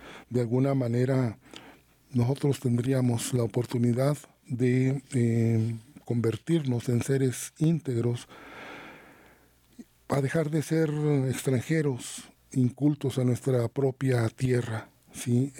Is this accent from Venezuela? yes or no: no; Mexico